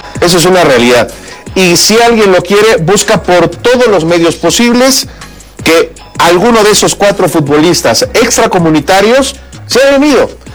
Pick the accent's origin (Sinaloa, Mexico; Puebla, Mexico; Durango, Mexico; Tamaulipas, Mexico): Puebla, Mexico; Yo soy poblano. Ya me están ganando.